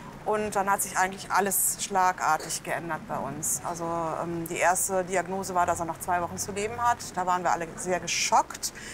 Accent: Rhineland, Germany; Und wir haben viel Karneval zusammen gefeiert. Wir kommen ja aus dem Rheinland.

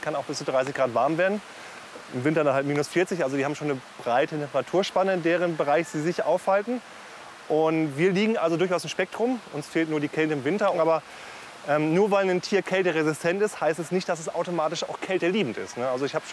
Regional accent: Northern Germany, Germany; now in Karlsruhe, Germany; ich komme auch aus dem Norden, habe mich hier im Karlsruhe mit der Witze ein bisschen akklimatisieren müssen.

